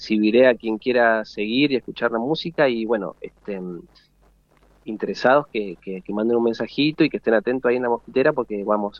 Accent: Mendoza, Argentina; moved away; soy un músico mendocino que no ha vivido acá muchos años, pero ahora ha vuelto

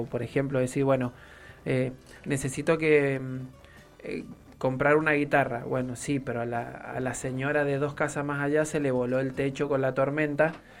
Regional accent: Mendoza, Argentina

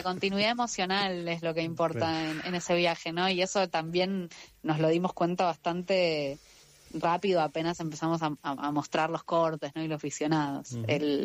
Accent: Buenos Aires, Argentina; yo soy de Flores

